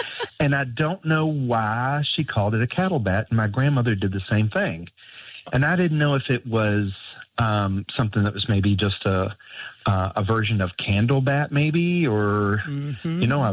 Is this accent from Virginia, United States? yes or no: yes; Virginia, United States; born or raised there; now in Tennessee, United States